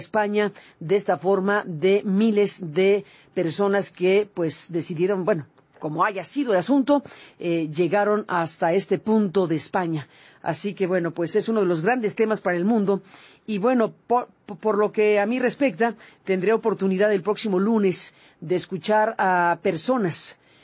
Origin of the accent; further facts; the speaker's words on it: Mexico; a mí como periodista mexicana